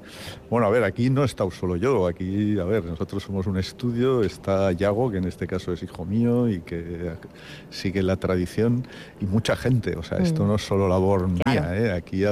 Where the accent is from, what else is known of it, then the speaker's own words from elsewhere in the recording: Navarre, Spain; also born or lived in Catalonia; Yo soy catalán, aunque recriado en Navarra y por lo tanto, pues ya navarro.